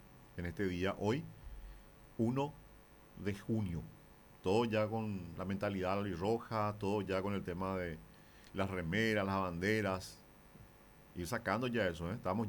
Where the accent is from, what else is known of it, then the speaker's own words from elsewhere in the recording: Paraguay; somos todos paraguayos